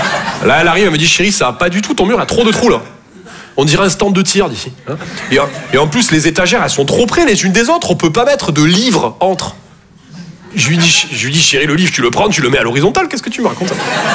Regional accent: Toulouse, Occitanie, France; Je viens de Toulouse, à la base. Ouais, ça s'entend un peu. Ouais. Ben, mon accent, c'est vraiment comme mon sexe.

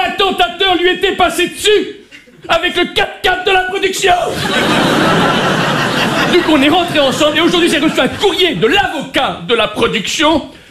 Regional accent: Paris, Île-de-France, France; Parce que je suis parisien et superficiel.

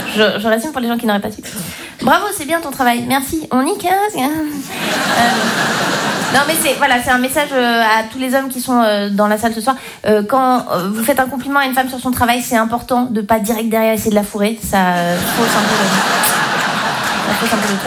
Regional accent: Romandy, Switzerland; Donc moi, je viens de Suisse romande. Chez moi, on parle français. Mais en même temps, on n'a pas la même psychologie que les Français.

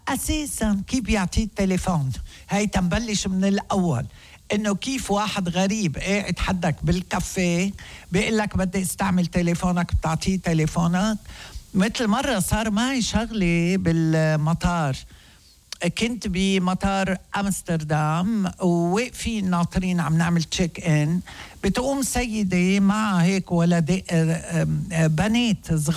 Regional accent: Lebanon; وأنت من وين؟ من لبنان.

